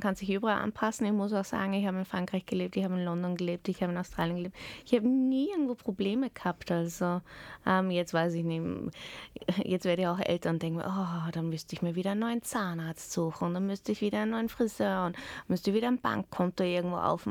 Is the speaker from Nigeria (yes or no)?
yes; Port Harcourt, Rivers, Nigeria; also born or lived in Lagos; Und haben sie gefragt, wo ich aufgewachsen bin. Da habe ich gesagt, eben Port Harcourt, Lagos und so weiter.